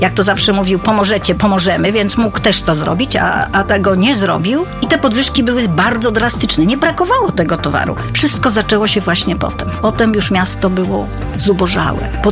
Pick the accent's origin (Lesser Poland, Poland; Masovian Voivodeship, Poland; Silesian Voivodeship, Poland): Masovian Voivodeship, Poland; Radom; U nas w Radomiu